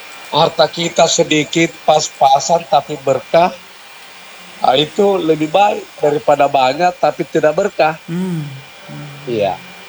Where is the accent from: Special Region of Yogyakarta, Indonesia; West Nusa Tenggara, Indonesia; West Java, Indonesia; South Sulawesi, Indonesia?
South Sulawesi, Indonesia; Makassar; Jadi saya kan termasuk lahir di Makassar, yeah. Orang Makassar, itu tentu banyak teman ya. Jadi saya bukan pendatang.